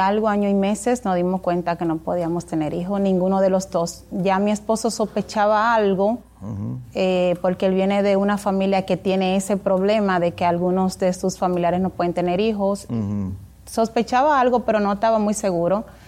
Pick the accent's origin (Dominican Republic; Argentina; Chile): Dominican Republic; La Romana; born there; Nací aquí en La Romana.